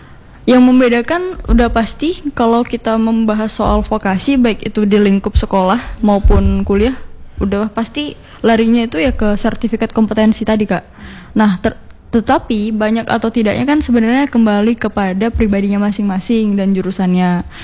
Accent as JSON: {"language": "Indonesian", "town": "Batam", "region": "Riau Islands", "country": "Indonesia", "tie": "born there", "said": "aku memang kelahiran Batam dan ber-KTP Batam"}